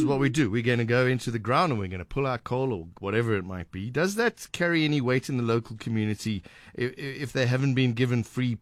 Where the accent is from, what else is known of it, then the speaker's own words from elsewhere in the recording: Roodepoort, Gauteng, South Africa; I grew up in Roodepoort